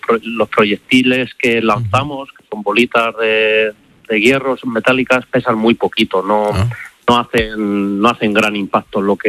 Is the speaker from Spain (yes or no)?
yes; Las Mesas, Castilla-La Mancha, Spain